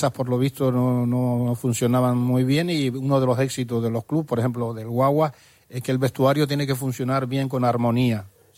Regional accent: Adeje, Canary Islands, Spain; moved away; Yo me crié en Adeje, Fañabé, del 60 al 69. Estuvimos 10 años ahí viviendo

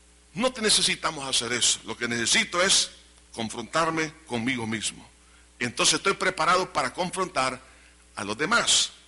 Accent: El Salvador; Como salvadoreños y en muchas otras culturas, se evita la confrontación cara a cara.

